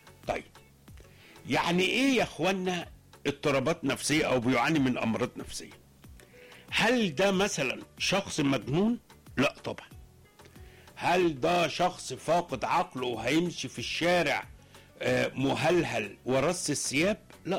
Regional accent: Egypt; لكن احنا للأسف كمصريين

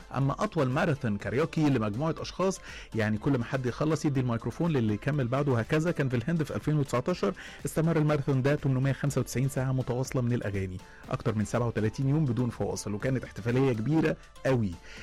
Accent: Egypt

